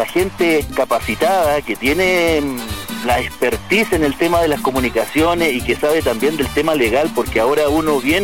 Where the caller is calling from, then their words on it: Calama, Antofagasta, Chile; somos de Calama